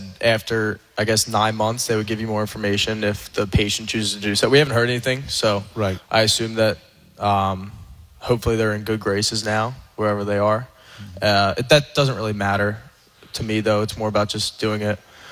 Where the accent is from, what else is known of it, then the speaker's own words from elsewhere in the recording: Havertown, Pennsylvania, United States; I was born in Havertown, Pennsylvania. I grew up right down the road.